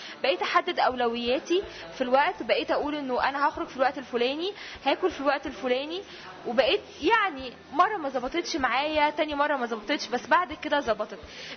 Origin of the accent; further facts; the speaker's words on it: Egypt; احنا مصريين